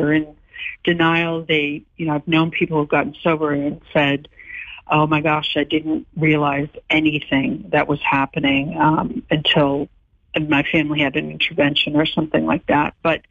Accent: Boston, Massachusetts, United States; also born or lived in Brookline; growing up in Brookline and Boston at that time.

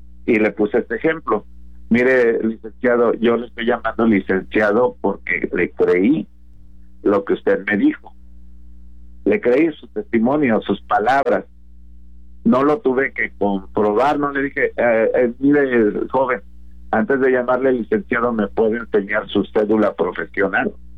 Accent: Nezahualcóyotl, State of Mexico, Mexico; now in Ixtapaluca, Mexico; yo soy de Nesa, ¿verdad? Y muchos, ahora ya vivo acá en la zona de Iztapaluca, pero muchos años, estimado oyente, en Nesa

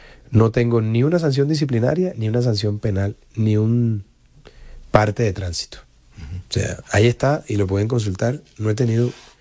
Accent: Montería, Córdoba, Colombia; also born or lived in Bogotá / Barranquilla; Yo también soy monteriano.

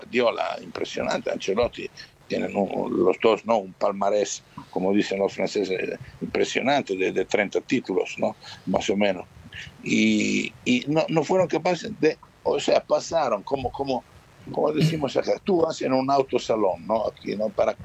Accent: Italy; Spanish is a second language; moved away; yo como italiano

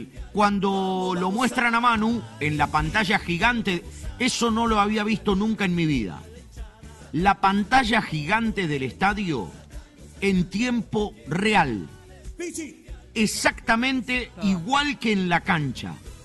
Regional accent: Argentina; Siendo argentino, sí.

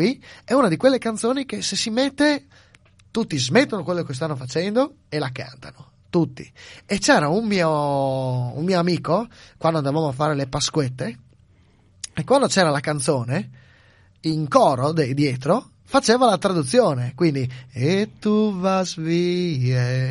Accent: Ravascletto, Friuli-Venezia Giulia, Italy; Ho passato l'infanzia a Ravascletto, conosco a memoria quasi tutte le strade.

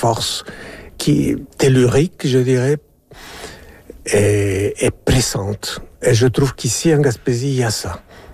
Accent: Peru; moved away; Moi, je suis originaire du Pérou.

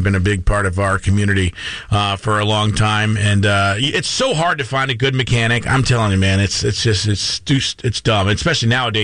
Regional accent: Yellow Springs, Ohio, United States; when we were growing up in Yellow Springs

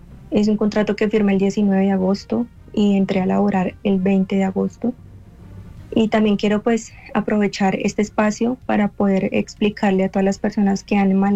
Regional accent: Ibagué, Tolima, Colombia; moved away; como vengo de Tierra Caliente, yo soy del Tolima, Ibagué. Ibagué, Tolima.

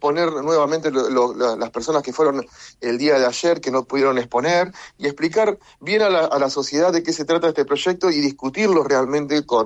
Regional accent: Argentina; un tema tan importante que debería unirnos como argentinos

